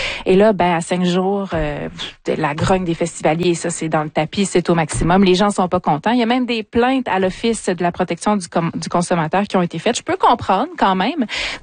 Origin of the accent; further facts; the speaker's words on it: Quebec, Canada; chez nous en Abitibi-Témiscamingue.